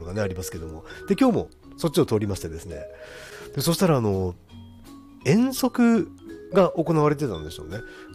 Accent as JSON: {"language": "Japanese", "town": "Kuriyama", "region": "Hokkaido", "country": "Japan", "tie": "born or raised there", "lives_now": "Otaru, Japan", "said": "私小学校は北海道夕張郡栗山町でしたから、"}